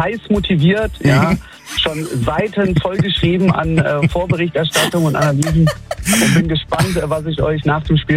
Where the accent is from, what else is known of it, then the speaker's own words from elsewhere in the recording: Hesse, Germany; als Hesse